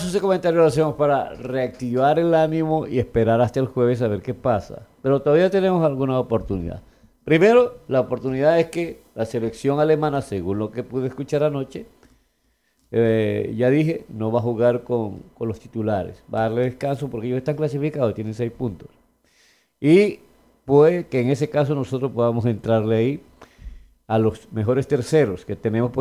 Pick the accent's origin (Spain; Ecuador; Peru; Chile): Ecuador